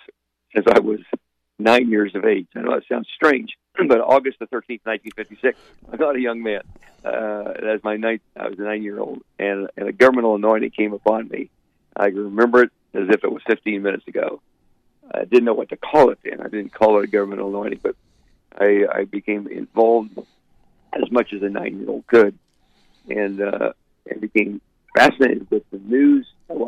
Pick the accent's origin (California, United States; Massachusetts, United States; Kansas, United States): Kansas, United States; moved away as an adult; also born or lived in Oklahoma; I'm originally a Midwestern farm boy. I'm from Kansas originally. North Central Kansas, a corn and wheat farm, and my schooling was in Kansas